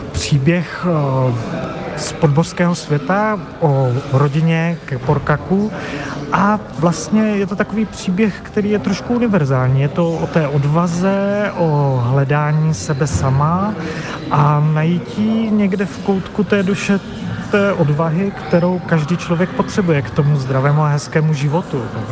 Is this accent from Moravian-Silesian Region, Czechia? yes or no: no; Olomouc, Olomouc Region, Czechia; já jsem původem z Olomouce, takže to pro mě je část země, která je na druhé straně.